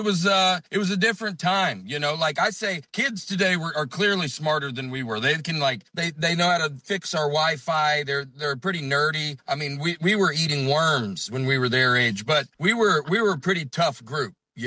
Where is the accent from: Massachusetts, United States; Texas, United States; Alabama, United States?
Alabama, United States; Huntsville; moved away; Now, where I grew up in Alabama